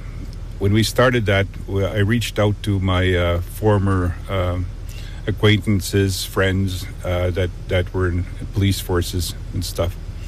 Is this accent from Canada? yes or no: yes; Beauval, Saskatchewan, Canada; moved away as an adult; now in Île-à-la-Crosse, Canada; I'm originally from Beauval